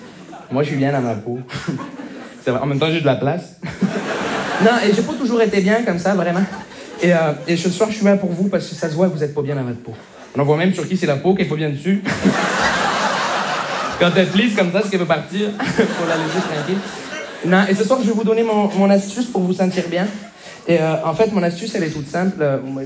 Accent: Montreal, Quebec, Canada; je viens de Montréal.

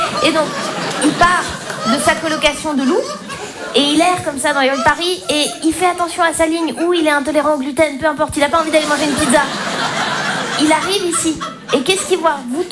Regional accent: Switzerland; moved away; Moi je suis Suisse.

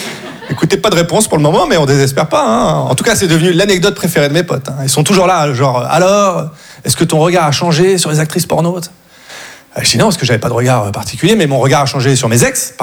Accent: Belgium; born or raised there

